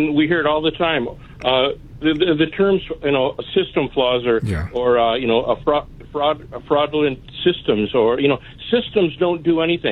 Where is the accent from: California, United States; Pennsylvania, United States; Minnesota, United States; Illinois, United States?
Minnesota, United States; I'd like to say, as a Minnesotan, we're getting very tired here